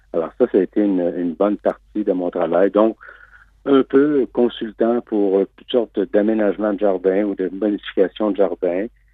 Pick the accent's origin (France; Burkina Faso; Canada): Canada